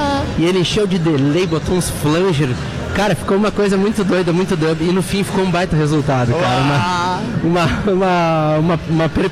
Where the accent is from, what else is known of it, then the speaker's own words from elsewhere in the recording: Uruguaiana, Rio Grande do Sul, Brazil; eu sou de Uruguaiana, né? Sim. Então eu cresci com essa fronteira, com essa influência da fronteira